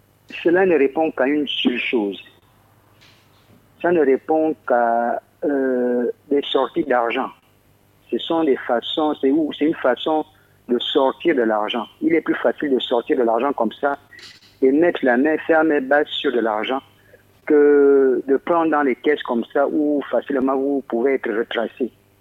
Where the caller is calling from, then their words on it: Moyen-Ogooué, Gabon; chez moi, dans le Moyen-Ogoué